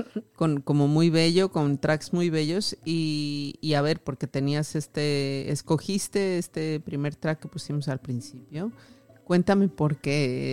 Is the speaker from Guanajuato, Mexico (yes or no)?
no; Oaxaca, Mexico; Yo como soy de Oaxaca